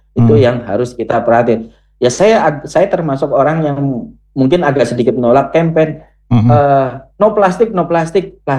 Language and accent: Indonesian; Central Java, Indonesia; accent: Javanese ngapak; Saya nggak mau ngomong pakai bahasa Inggris, takutnya nanti nggak mudeng juga gitu. Kita wong Jawa Tengah ngomongnya Jawa